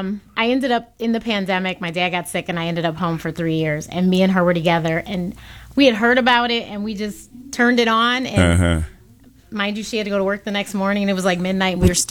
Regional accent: Detroit, Michigan, United States; moved away as an adult; now in Chicago, United States; So we're from, I'm from Detroit.

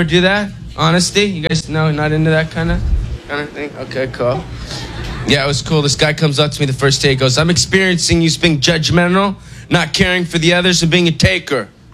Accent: Los Angeles, California, United States; So I was born here in Hollywood, California my whole life. Born and raised.

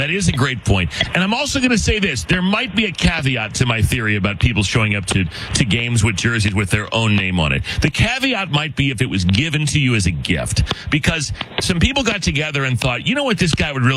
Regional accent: Arizona, United States; now in Chicago, United States; I didn't grow up in Illinois. I grew up in Arizona, spring training. We didn't have a baseball team.

